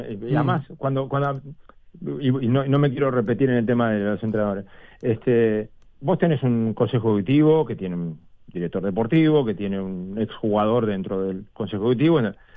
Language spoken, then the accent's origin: Spanish; Uruguay; somos uruguayos